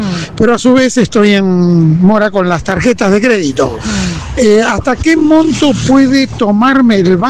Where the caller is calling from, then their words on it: Buenos Aires, Argentina; claro, de Retiro.